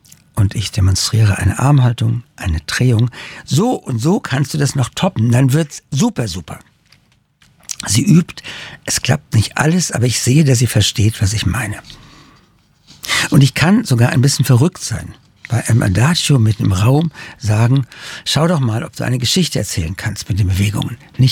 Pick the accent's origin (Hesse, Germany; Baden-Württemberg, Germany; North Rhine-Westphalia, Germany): Hesse, Germany; Darmstadt; geht die Sonne unter, hinter den Darmstädter Palmen, ein plässlich rosa Himmel und ich freue mich an meine Heimatstadt